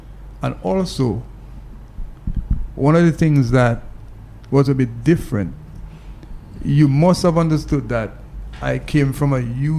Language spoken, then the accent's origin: English; Wesley, Saint Andrew Parish, Dominica; born there; I was born in Wesley.